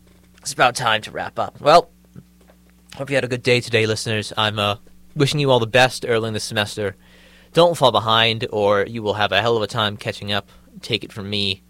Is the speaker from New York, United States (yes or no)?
no; Rockville, Maryland, United States; moved away; I come from Rockville, and Rockville's got a pretty high Asian population.